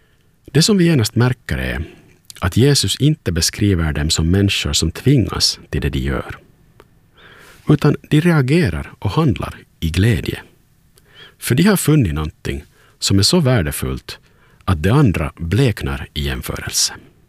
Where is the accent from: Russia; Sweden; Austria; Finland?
Finland; Turku, Southwest Finland